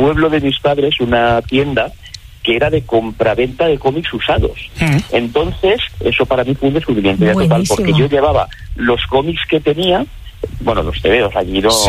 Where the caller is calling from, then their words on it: Valencia, Valencian Community, Spain; Yo ahora vivo en Valencia, vivo en Valencia, en el barrio del Carmen, el centro histórico de la ciudad.